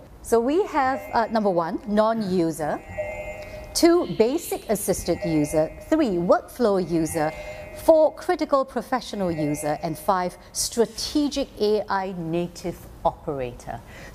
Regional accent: Singapore; I'm very Singaporean.

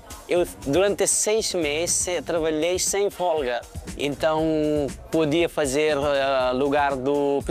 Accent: Nepal; Portuguese is a second language; moved away as an adult; now in Brazil; Eu saí do Nepal quando eu tinha 18 anos. Tinha vindo para 2 semanas férias.

